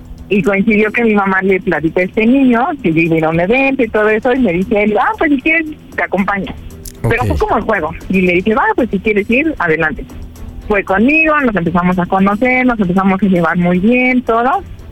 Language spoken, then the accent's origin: Spanish; Mexico City, Mexico; now in Mérida, Mexico